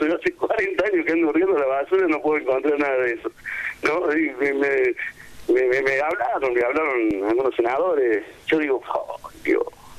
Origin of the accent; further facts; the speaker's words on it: Argentina; cómo somos los argentinos